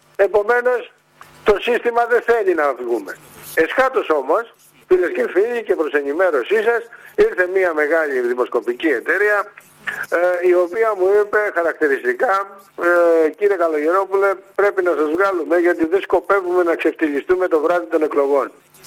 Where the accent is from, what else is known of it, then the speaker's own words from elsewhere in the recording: Western Greece, Greece; στο χωριό μου εκεί στην Πάτρα και στα Καλάβρητα